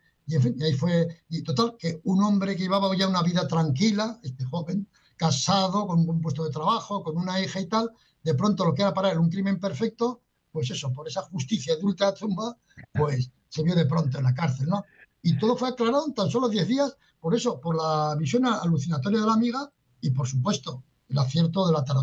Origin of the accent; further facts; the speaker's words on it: Pamplona, Navarre, Spain; volviendo a mi tierra en Pamplona